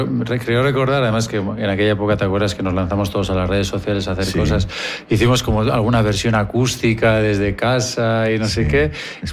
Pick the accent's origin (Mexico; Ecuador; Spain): Spain; Leioa, Basque Country; somos de Leioa